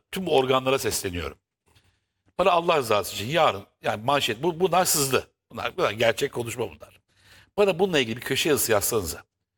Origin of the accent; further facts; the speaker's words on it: Istanbul, Turkey; Doğma büyüme İstanbul olarak.